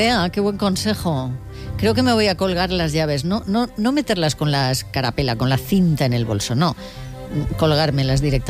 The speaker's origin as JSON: {"language": "Spanish", "town": "Cervera", "region": "Catalonia", "country": "Spain", "tie": "born or raised there", "said": "lo vamos a empezar en Cervera, en Lleida, que es mi pueblo, y no voy a tener que llevar maleta, porque en casa de mi madre siempre hay cosas."}